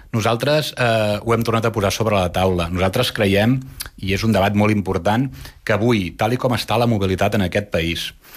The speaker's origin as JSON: {"language": "Catalan", "town": "Mollet del Vallès", "region": "Catalonia", "country": "Spain", "said": "de Mollet a Sabadell, jo sóc de Mollet"}